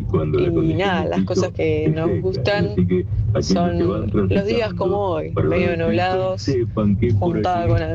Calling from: Tigre, Buenos Aires Province, Argentina; Bueno, hola, Oscar. Acá estamos desde Tigre escuchándote.

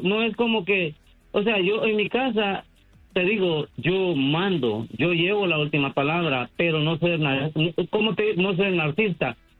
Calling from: Honduras; accent: centroamericano; soy hondureño.

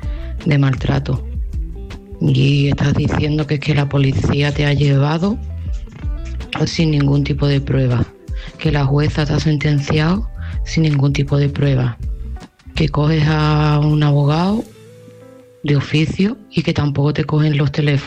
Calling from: Seville, Andalusia, Spain; de Sevilla

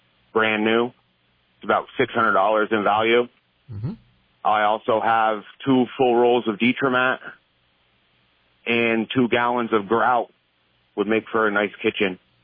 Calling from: Highgate, Vermont, United States; Highgate, Vermont

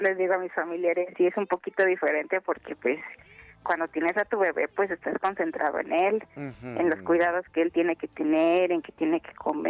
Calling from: Chimalhuacán, State of Mexico, Mexico; Del Estado de México, casi pegadito a la ciudad, de Chimalhuacán.

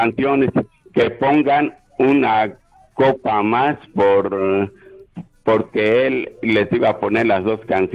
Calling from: Cosío, Aguascalientes, Mexico; rodeo de Cocío, Aguascalientes.

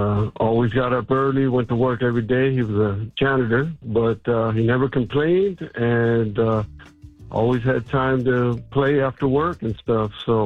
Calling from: Elk Grove, California, United States; I'm working in Stockton. I'm from Elk Grove.

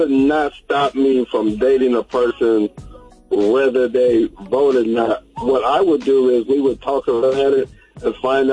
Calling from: Columbus, Ohio, United States; I'm calling from Columbus, Ohio.

